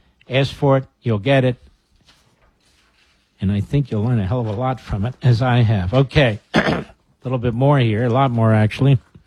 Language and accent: English; Pennsylvania, United States; I remember when I was growing up in Pennsylvania